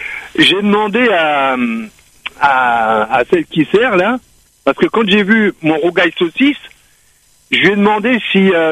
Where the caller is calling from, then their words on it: Réunion; moi je suis réunionnais